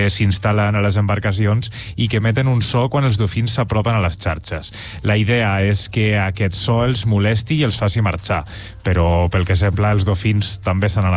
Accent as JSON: {"language": "Catalan", "town": "Castelló", "region": "Valencian Community", "country": "Spain", "moved": "yes", "lives_now": "Tarragona, Spain", "said": "jo sóc un noi de Castelló que va arribar a Tarragona per amor al bàsquet"}